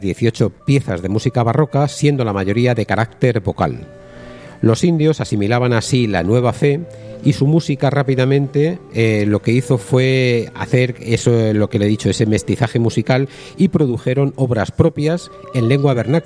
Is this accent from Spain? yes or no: yes; Spain